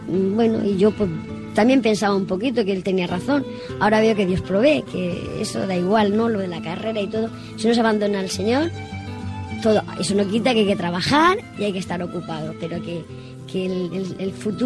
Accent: Valencia, Valencian Community, Spain; now in Murcia, Spain; me vine de Valencia aquí a Murcia, porque en Murcia sí que hay psicología

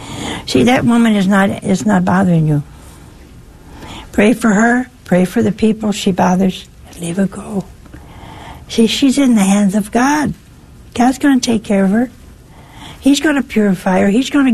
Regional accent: Ohio, United States; Oh, hey, that's my home state.

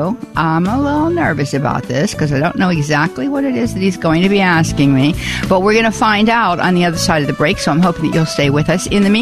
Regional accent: Pittsburgh, Pennsylvania, United States; accent: Pittsburgh

